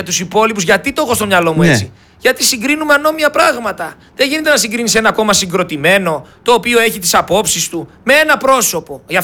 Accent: Macedonia, Greece; Είμαι Μακεδόνας.

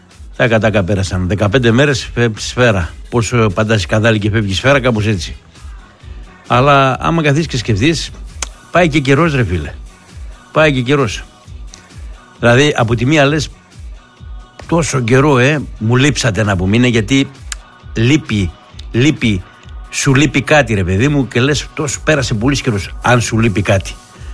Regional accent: Greece; στα ξένα είμαι Έλληνας, αυτό κρατάω.

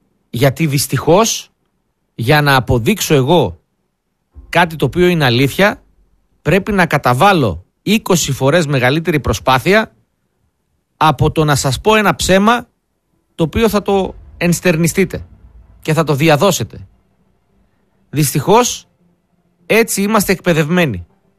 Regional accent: Greece

